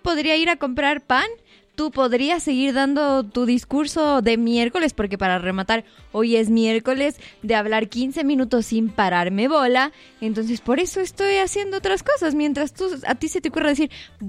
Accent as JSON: {"language": "Spanish", "town": "Ambato", "region": "Tungurahua", "country": "Ecuador", "tie": "born or raised there", "said": "en mi pueblito en Ambato siempre es como que el tapadito y esa chocolatada en funda, los dos por 25 centavito"}